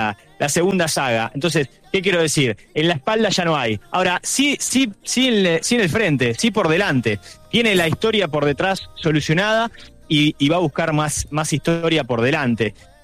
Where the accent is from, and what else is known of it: Argentina